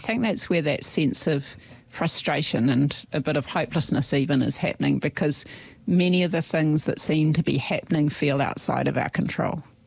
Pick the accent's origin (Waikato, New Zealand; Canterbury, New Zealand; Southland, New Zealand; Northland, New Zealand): Canterbury, New Zealand; Christchurch; born or raised there